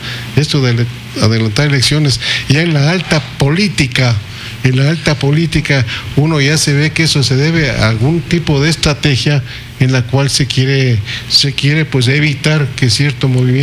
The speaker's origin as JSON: {"language": "Spanish", "country": "Ecuador", "said": "como ecuatorianos sensatos que queremos a nuestro país"}